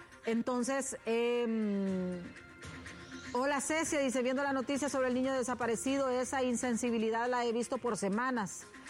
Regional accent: Honduras; Todos los que somos hondureños tenemos igual derecho

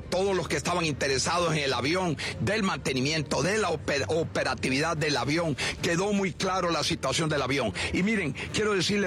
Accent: Honduras; Todos somos hondureños y necesitamos una Honduras fuerte

